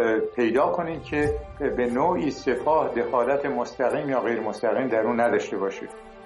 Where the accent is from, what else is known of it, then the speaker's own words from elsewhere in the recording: Iran; من ایرانیم.